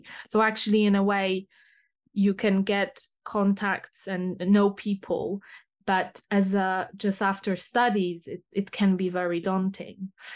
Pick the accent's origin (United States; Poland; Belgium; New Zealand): Poland; also born or lived in Scotland; now in England, United Kingdom; when I was growing up or in high school, I went to see a lot of theater in Poland.